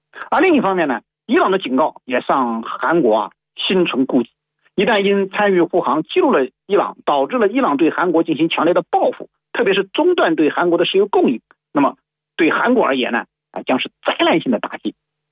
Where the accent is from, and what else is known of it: China